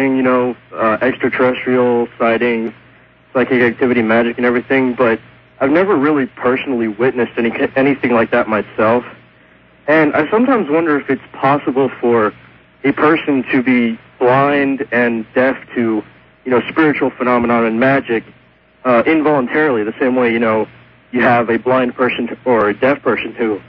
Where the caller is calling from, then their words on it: Concord, North Carolina, United States; I'm calling from Concord, North Carolina.